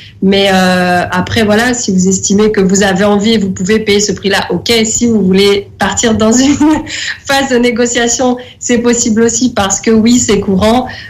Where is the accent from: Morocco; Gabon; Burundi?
Morocco; moi, je suis marocaine.